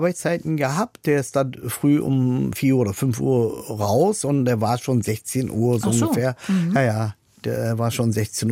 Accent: Berlin, Germany; Also aufgewachsen bin ich in Berlin-Kreuzberg, Oberkrankenhaus geboren. Meine Eltern sind ja dann eingezogen von Türkei nach Deutschland halt, und die Anlaufstelle war halt Berlin-Kreuzberg.

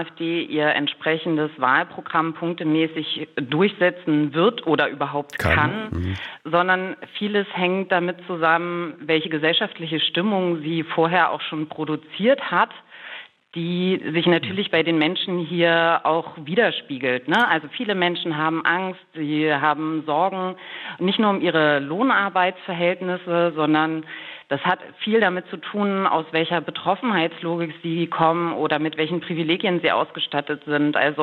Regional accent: Magdeburg, Saxony-Anhalt, Germany; Tatsächlich komme ich aus Magdeburg und bin hier Theaterschaffende und auch zuständig für das Landeszentrum Freies Theater Sachsen-Anhalt.

